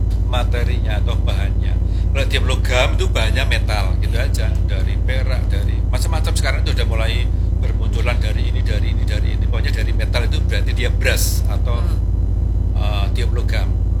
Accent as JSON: {"language": "Indonesian", "town": "Yogyakarta", "region": "Special Region of Yogyakarta", "country": "Indonesia", "moved": "as an adult", "said": "saya orang Jogja."}